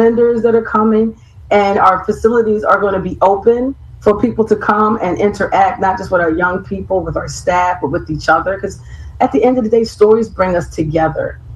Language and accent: English; Philadelphia, Pennsylvania, United States; I'm from Philly.